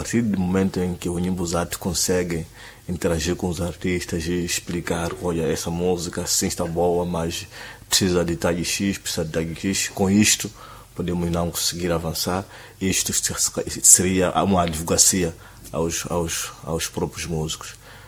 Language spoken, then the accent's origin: Portuguese; Tete, Mozambique; eu sou de Tete, sou filho daqui